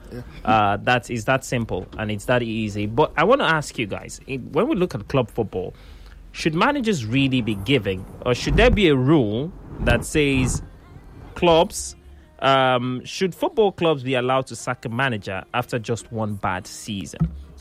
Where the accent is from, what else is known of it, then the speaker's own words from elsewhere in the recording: Benin; I'm from Beninois. I'm from Benin Republic, but I started supporting the Super Eagles.